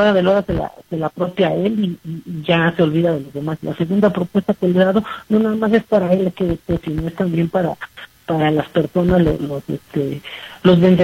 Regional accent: Tezontepec de Aldama, Hidalgo, Mexico; yo soy originario de Tezontepec

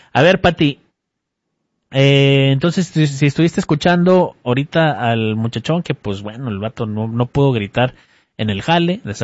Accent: Monterrey, Nuevo León, Mexico; Porque soy de Monterrey.

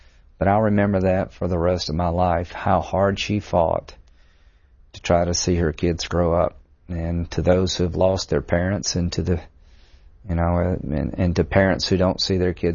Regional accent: Central, South Carolina, United States; Yeah, I grew up in Central, a small cotton mill town.

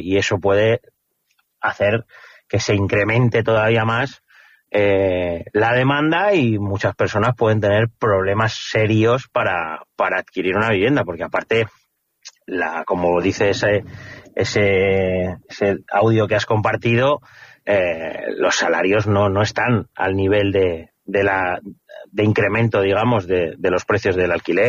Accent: Madrid, Community of Madrid, Spain; born there; now in Calatayud, Spain; Yo no soy de Calatayud, originario de Calatayud. Sí que tenía familia y yo realmente he nacido en Madrid. Llevo aquí aproximadamente pues casi 10 años

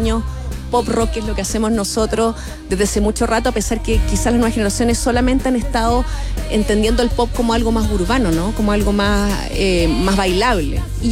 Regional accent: Chile; Somos especiales los chilenos también con lo nuestro

